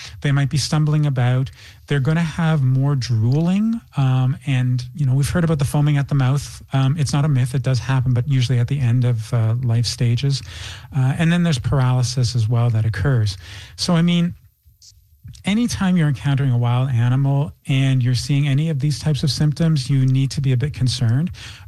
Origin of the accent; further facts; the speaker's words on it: Toronto, Ontario, Canada; I'm from Toronto.